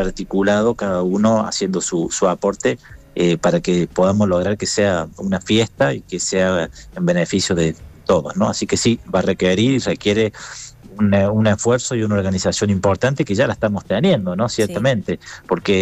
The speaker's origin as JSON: {"language": "Spanish", "region": "Córdoba", "country": "Argentina", "said": "situaciones que nos duelen como argentinos, como cordobeses"}